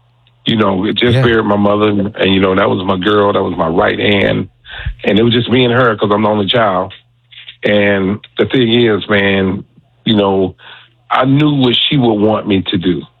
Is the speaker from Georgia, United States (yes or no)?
yes; Atlanta, Georgia, United States; I'm born and raised in Atlanta from the West Side, and I can remember when the building was a Sears and Roebuck.